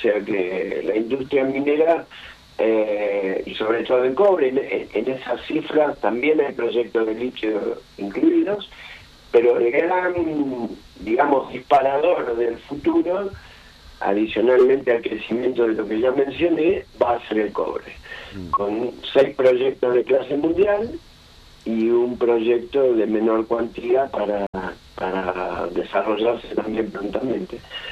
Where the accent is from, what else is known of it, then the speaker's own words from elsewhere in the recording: Argentina; como argentino, como ciudadano